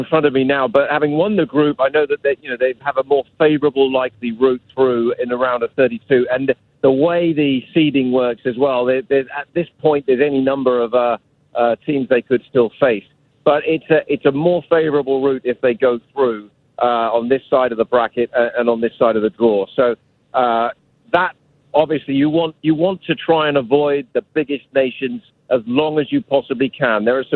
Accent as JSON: {"language": "English", "region": "England", "country": "United Kingdom", "moved": "yes", "lives_now": "United States", "said": "I say that as an Englishman, you know, who now lives and works in America"}